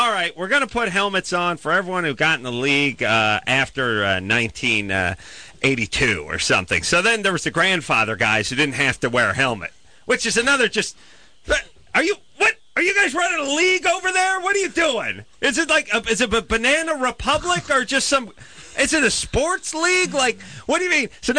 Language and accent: English; Los Angeles, California, United States; I'm from North Hollywood.